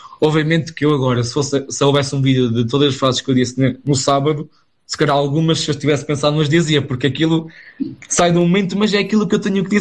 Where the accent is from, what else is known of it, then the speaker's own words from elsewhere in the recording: Bragança, Portugal; accent: Bragança; um sotaque da minha terra, lá do Norte de Bragança, mas ao início tinha um bocadinho essa dificuldade com o meu próprio sotaque, porque eu dizia as palavras de uma maneira diferente